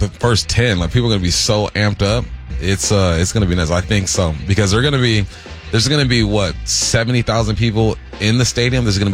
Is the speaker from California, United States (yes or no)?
yes; Los Angeles, California, United States; now in Seattle area, United States